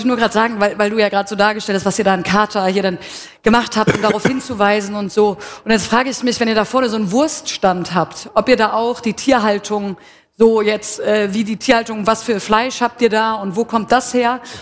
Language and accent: German; Germany; moved away as an adult; now in Bern, Switzerland; meine Sozialisation als Deutsche in der Schweiz